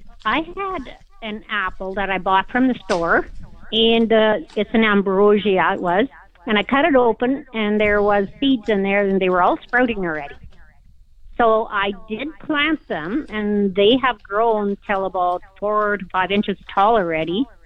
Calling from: Grunthal, Manitoba, Canada; I'm calling from Grunthal.

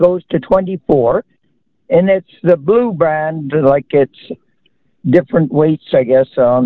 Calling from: Stonewall, Manitoba, Canada; From Stonewall, Manitoba.

